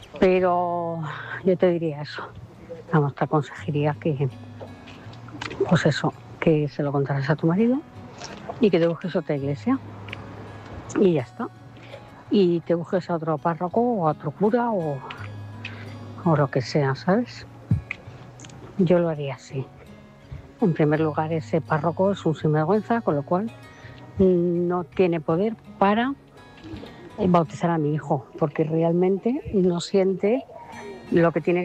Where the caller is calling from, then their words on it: Móstoles, Community of Madrid, Spain; de Móstoles.